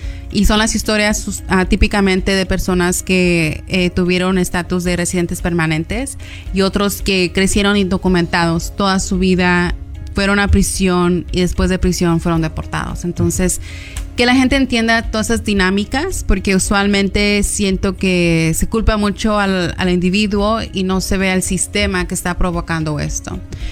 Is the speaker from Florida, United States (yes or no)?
no; Los Angeles, California, United States; now in Fresno, United States; desde que crecí en Los Ángeles y nos vinimos a Fresno